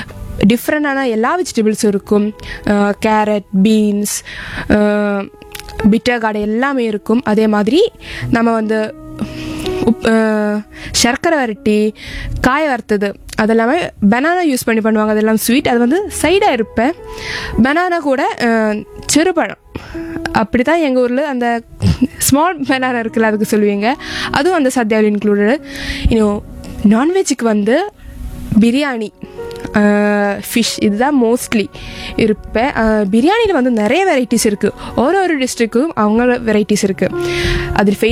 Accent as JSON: {"language": "Tamil", "region": "Kerala", "country": "India", "tie": "born or raised there", "said": "என் சொந்த ஊர் வந்து கேரளா."}